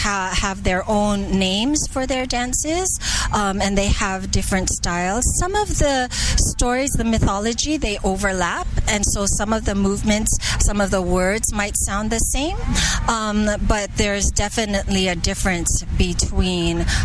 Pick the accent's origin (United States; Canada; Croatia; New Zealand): Canada; Toronto, Ontario; even though I grew up in Toronto, there was still that community with hula.